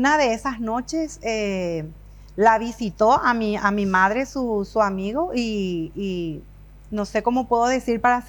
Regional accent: Asunción, Paraguay; Somos asuncenos.

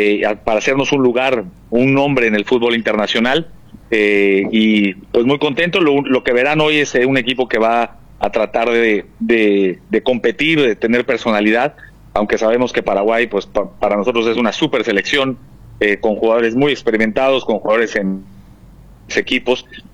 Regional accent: Mexico; Yo soy mexicano y trabajé en mi selección para 2 Copas del Mundo.

